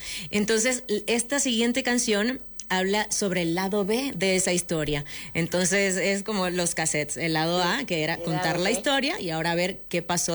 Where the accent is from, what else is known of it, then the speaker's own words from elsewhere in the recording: Venezuela; Yo, por ejemplo, soy venezolana